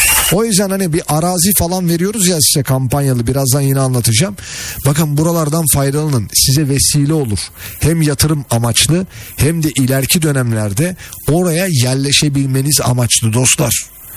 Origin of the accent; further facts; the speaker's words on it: Istanbul, Turkey; born there; moved away as an adult; Ama biz İstanbul'da doğduk.